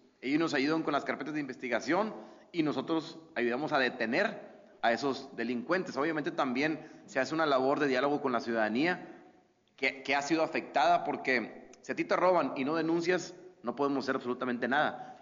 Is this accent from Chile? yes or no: no; Coahuila, Mexico; los únicos que sabemos que somos seguros somos los coahuilenses